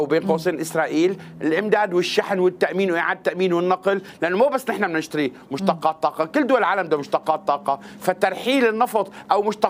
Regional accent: Syria; إحنا استعدنا الحقول كلياتنا كسوريين

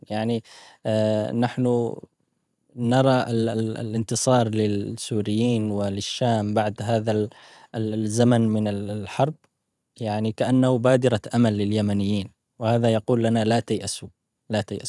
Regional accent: Ibb, Yemen; born there; moved away as an adult; also born or lived in Sanaa; أنا لست من صنعاء، أنا من إب، ولكن بعد أن أكملت الثانوية انتقلت إلى صنعاء، وكان انتقال من ريف إلى مدينة، ولم أجلس فيها إلا شهر تقريبا أو شهرين، وبعدها سقطت العاصمة فعدت إلى الريف

